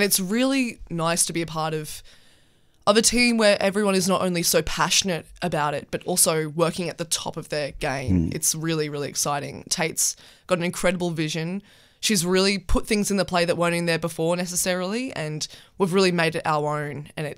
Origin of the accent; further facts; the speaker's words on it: Queensland, Australia; moved away as an adult; also born or lived in Perth; I'm from Queensland, so it was my first time in Perth